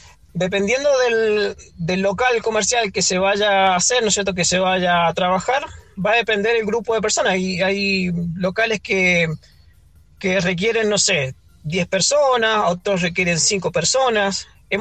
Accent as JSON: {"language": "Spanish", "country": "Argentina", "moved": "yes", "lives_now": "Chile", "said": "defender también mi país, Argentina. Entonces, soy un argentino viviendo en Chile"}